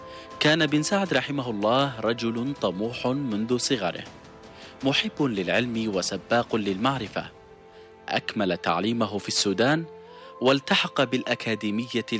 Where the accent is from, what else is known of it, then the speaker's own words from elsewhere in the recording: Yemen; في بلدنا اليمن